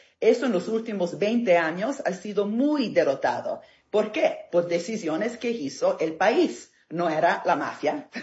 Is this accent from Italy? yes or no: yes; Italy; Spanish is a second language; now in England, United Kingdom; Recordámonos que soy italiana, ¿no?